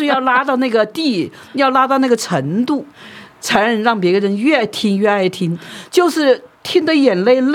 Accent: China; 我们中国人到现在都喜欢这个曲子，

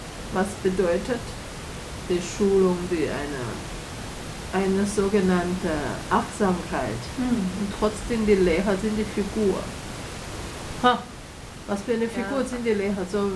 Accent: Taiwan; German is a second language; moved away; ich komme aus Taiwan

